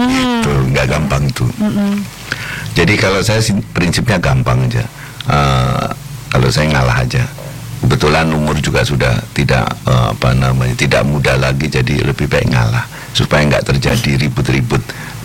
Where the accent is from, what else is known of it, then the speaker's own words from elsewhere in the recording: Klaten, Central Java, Indonesia; saya ini orang Klaten